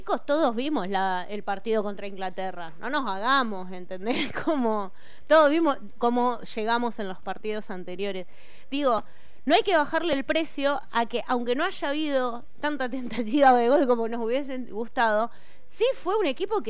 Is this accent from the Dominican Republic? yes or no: no; Argentina